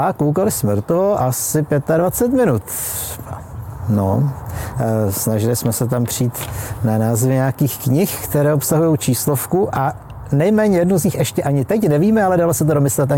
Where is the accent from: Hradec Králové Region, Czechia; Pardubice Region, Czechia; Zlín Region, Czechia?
Zlín Region, Czechia; Halenkov; Marvin je z Nového Jičína, já jsem z Halenkova.